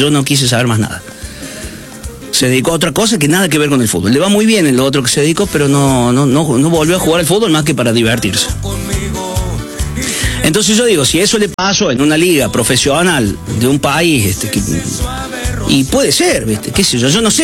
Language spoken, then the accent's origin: Spanish; Argentina; Siempre somos los argentinos, somos pocos llorones también.